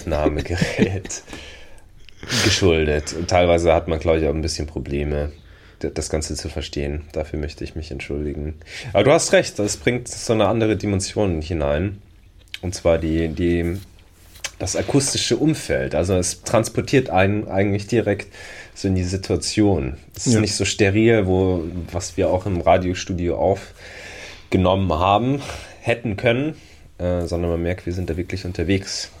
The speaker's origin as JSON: {"language": "German", "region": "Bavaria", "country": "Germany", "said": "Ich bin ein Bayer, auch wenn ich kein Bayerisch spreche."}